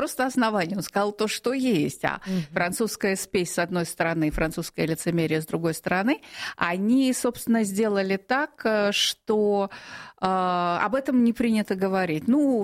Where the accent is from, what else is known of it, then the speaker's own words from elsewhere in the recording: Moscow, Russia; вернувшись в Москву, я была потрясена тем, насколько мой родной город безопасен.